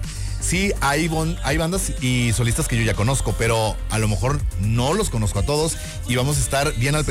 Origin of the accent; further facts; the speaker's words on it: Saltillo, Coahuila, Mexico; Porque somos de Saltillo y para Saltillo.